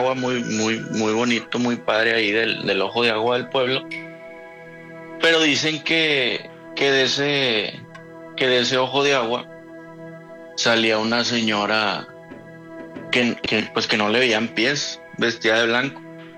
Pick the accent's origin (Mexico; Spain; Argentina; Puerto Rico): Mexico; San Nicolás de los Garza, Nuevo León; now in Apodaca, Mexico; Soy de... Pues soy de San Nicolás, de los Garza, pero vivo en Apodaca, Nuevo León.